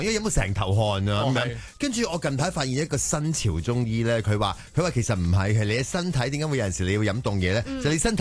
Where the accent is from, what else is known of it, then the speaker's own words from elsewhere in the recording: Hong Kong; 香港人呢一个物种咧，系一个好特别嘅物种嚟噶。